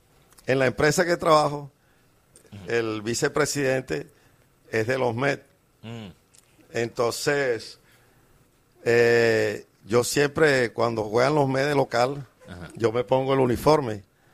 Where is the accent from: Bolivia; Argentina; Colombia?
Colombia; Caribbean Region; now in New York, United States; somos la colonia costeña